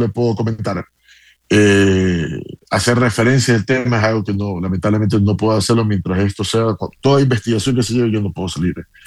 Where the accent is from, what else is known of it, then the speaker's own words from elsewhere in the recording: Ecuador; no lo digo solamente como ministro del Ecuador, lo digo como ciudadano ecuatoriano